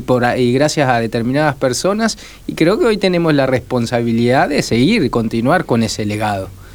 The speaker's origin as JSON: {"language": "Spanish", "country": "Argentina"}